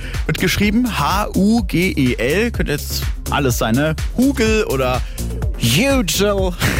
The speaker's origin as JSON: {"language": "German", "country": "France", "lives_now": "Germany", "said": "ich lebe in Deutschland, aber ich bin halber Franzose. Wann nützt mir dieses Talent, dass ich zweisprachig aufgewachsen bin, eigentlich endlich auch mal was?"}